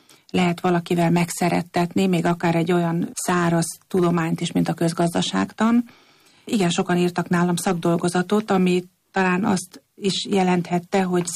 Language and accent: Hungarian; Esztergom, Komárom-Esztergom, Hungary; mi esztergomiként láttuk azt